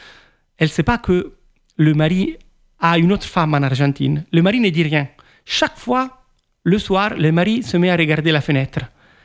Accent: Italy; first language Italian; French is a second language; moved away as an adult; now in Montpellier, France; j'avais peur de parler dans ma langue maternelle, l'italienne. À l'époque, j'étais très timide en italien

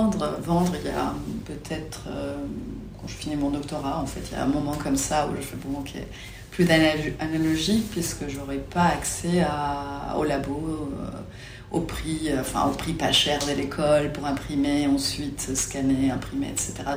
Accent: Mexico; moi, je commençais à faire de la photo quand j'étais ado au Mexique.

